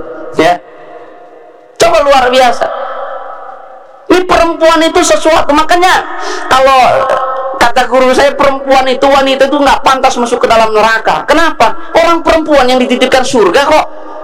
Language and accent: Indonesian; Samarinda, East Kalimantan, Indonesia; orang Samarinda kada kalah juga lawan orang-orang Jakarta